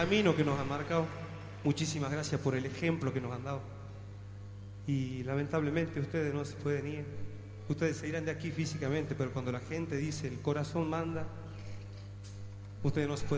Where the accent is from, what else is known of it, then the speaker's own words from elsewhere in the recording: Salta, Argentina; Como salteño, muchísimas gracias por ser de aquí, porque realmente yo creo que todos nos sentimos orgullosos de ser salt